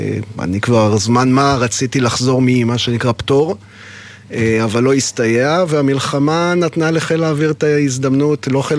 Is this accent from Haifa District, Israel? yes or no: no; Jerusalem, Jerusalem District, Israel; אז אני יליד ירושלים. את הרומן שלי עם חיים עם צהל התחלתי בגיל 14. אני למדתי בפנימיה הצבאית בחיפה בריאלי